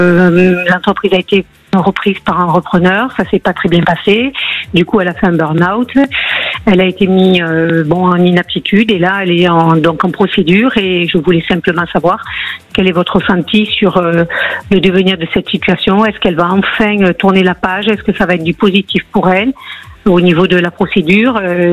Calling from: Occitanie, France; De l'Hérault.

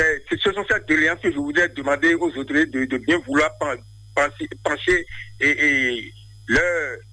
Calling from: Porto-Novo, Ouémé, Benin; Je vous appelle depuis Rwanda 2, Porto-Nouveau.

